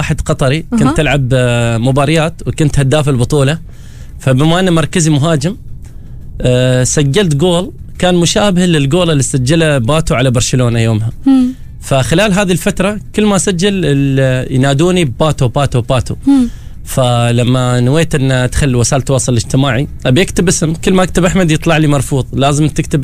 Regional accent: Qatar; accent: Batinah (Omani) dialect; also born or lived in Al-Musanaah, Oman; الوالد كان موجود هناك، عشت الطفولة في قطر واستمرت، خلاص الواحد يعني نشأ في مكان وحبه واستمر عليه

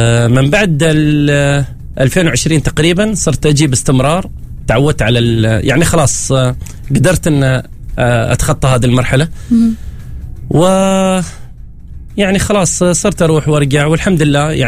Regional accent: Qatar; also born or lived in Oman; انا الوحيد اللي كنت مواليد عمان. يعني انا ولدت في عمان، من بعد ما انولدت في عمان عشت فيها فتره بسيطه، انتقلت مع الوالد، والد كان يشتغل في الخليج، ففتره من فترات هو راح قطر ورحت معاه

